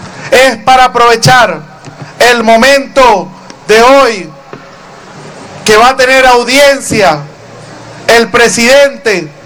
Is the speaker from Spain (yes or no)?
no; Venezuela; somos el pueblo venezolano